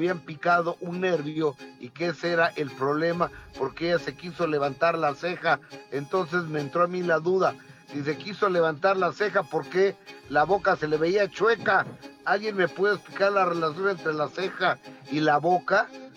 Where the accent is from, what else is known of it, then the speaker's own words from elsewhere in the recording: Mexico; es lo que sobra en mi país, y creo que en otros, pero vamos a hablar de México.